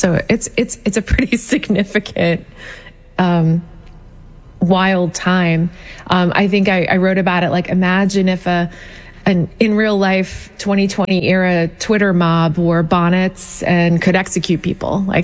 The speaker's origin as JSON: {"language": "English", "region": "Pennsylvania", "country": "United States", "said": "I was talking with your producer who's from West Virginia and I'm from Pennsylvania."}